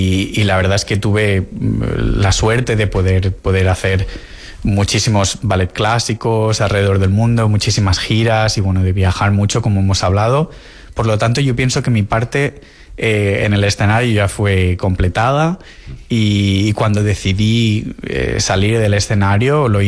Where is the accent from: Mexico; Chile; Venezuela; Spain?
Spain; Ibiza, Balearic Islands; now in London, United Kingdom; Yo soy vilero, yo soy de Vila.